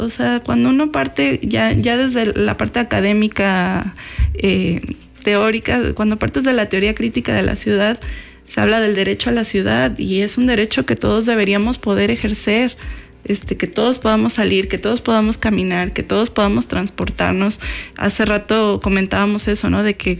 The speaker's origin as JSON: {"language": "Spanish", "region": "Veracruz", "country": "Mexico", "tie": "born or raised there", "moved": "yes", "said": "yo vivía en un callejón, yo soy de Veracruz, vivía en un callejón en el centro"}